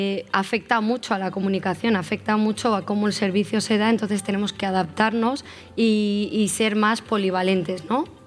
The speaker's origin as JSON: {"language": "Spanish", "town": "Alfaz del Pi", "region": "Valencian Community", "country": "Spain", "said": "Sí, soy de aquí. Soy"}